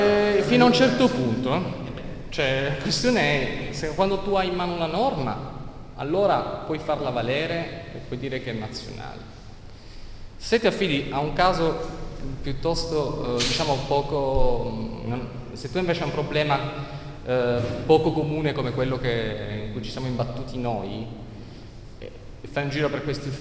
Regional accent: Sicily, Italy; sono siciliano

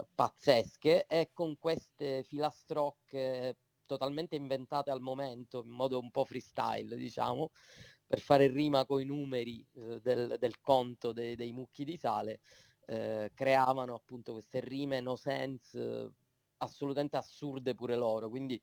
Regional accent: Sicily, Italy; Come siciliani

